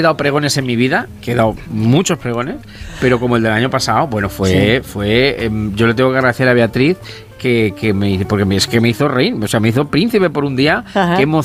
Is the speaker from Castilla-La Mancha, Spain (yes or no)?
yes; Ciudad Real, Castilla-La Mancha, Spain; also born or lived in Toledo; yo soy nacido en Ciudad Real, que claro. Yo soy culipardo, sí. Luego toledano de adopción, porque he sido muchos años en Toledo y siguen siendo muchos años en Toledo